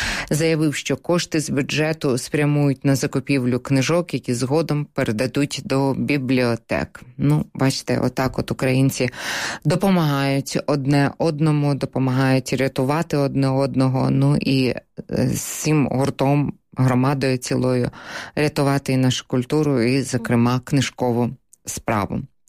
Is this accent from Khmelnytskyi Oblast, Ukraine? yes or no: no; Kyiv, Ukraine; Ну, я вам як киянка скажу, що справді і ця ніч, на жаль, була теж дуже-дуже непростою.